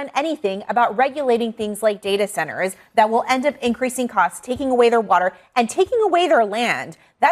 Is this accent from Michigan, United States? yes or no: no; Texas, United States; I am from Texas.